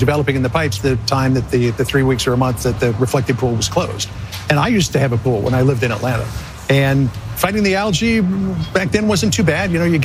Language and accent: English; Toronto, Ontario, Canada; now in United States; I mean, I moved here from Canada in 1989 because I'd always wanted to live in America. We lived in Toronto, which was 30 miles across Lake Ontario from Buffalo.